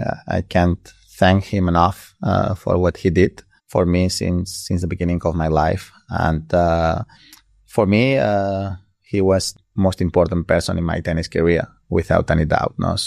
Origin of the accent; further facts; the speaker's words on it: Balearic Islands, Spain; No, I mean, we are from Mallorca. We are a small island. Well, not that small, but and we are from a village now.